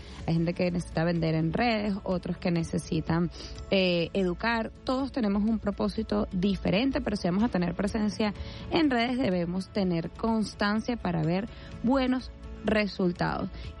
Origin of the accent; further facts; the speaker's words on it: Venezuela; nosotros como venezolanos